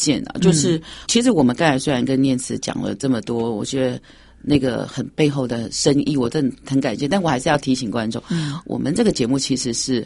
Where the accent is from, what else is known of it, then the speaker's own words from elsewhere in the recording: Taiwan; 作为一个导演，作为一个台湾的原住民的一份子，作为台湾人